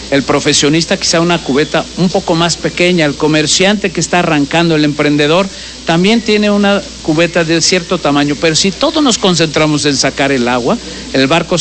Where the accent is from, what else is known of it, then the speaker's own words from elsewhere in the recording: Puebla, Mexico; Simplemente somos poblanos, somos mexicanos